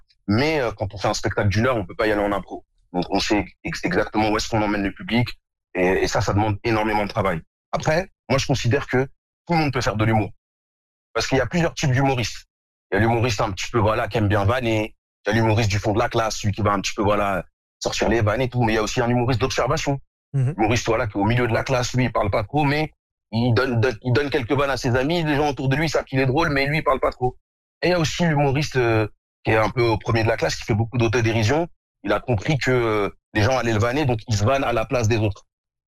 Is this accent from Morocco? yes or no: yes; Morocco; now in France; parce que moi je suis marocain mais je suis aussi noir. Et donc, je vis la double identité à la fois de noir et à la fois de marocain.